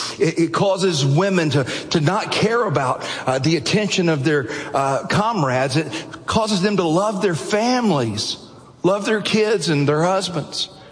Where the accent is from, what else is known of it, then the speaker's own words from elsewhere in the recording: Alabama, United States; I was growing up in Alabama.